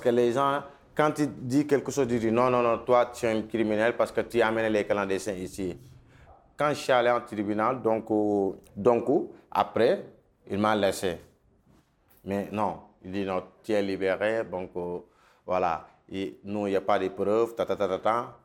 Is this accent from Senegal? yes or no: yes; Senegal; moved away as an adult; also born or lived in Libya; now in Italy; moi je suis sénégalais.